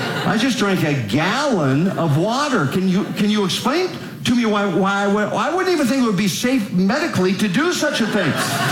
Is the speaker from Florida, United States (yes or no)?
no; Minnesota, United States; I'm from Minnesota, not Manitoba.